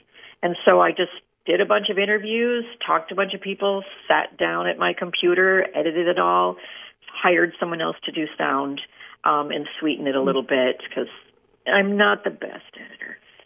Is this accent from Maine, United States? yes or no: no; Winona, Minnesota, United States; moved away as an adult; also born or lived in Chicago, United States / Denver, United States; I grew up in Winona, Minnesota, and then I left right after high school because I just wanted to get out in the world and spent time overseas